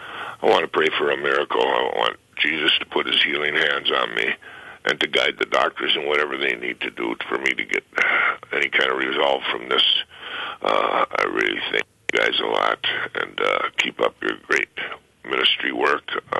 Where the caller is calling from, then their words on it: Battle Lake, Minnesota, United States; I'm from Battle Lake. It's in Minnesota